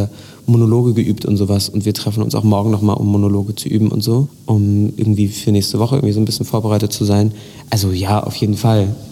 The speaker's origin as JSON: {"language": "German", "town": "Weimar", "region": "Thuringia", "country": "Germany", "said": "ich komme aus Weimar und lebe auch noch in Weimar"}